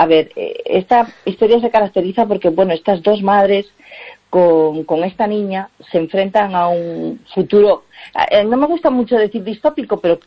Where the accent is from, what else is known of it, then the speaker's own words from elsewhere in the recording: Galicia, Spain; Yo digo, bueno, los que somos muy gallegos, ¿no?